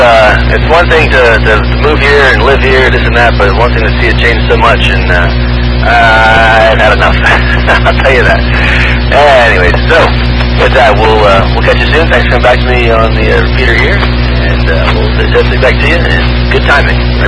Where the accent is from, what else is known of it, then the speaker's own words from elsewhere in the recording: Montgomery County, Pennsylvania, United States; moved away; growing up in Montgomery County, Pennsylvania, not Montgomery County, Maryland.